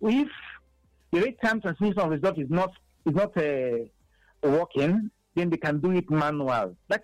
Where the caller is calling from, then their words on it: Enugu, Enugu State, Nigeria; I'm calling you from Enugu.